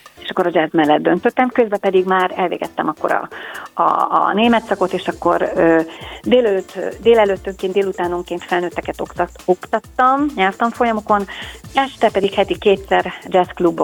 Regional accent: Hungary; Hiszen magyar emberek vagyunk

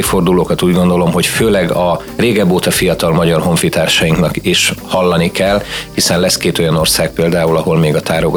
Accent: Pest, Hungary; nekem nagyon fontos feladat volt, hogy a Tápiómente szülőföldem 21 települését kutassam újra.

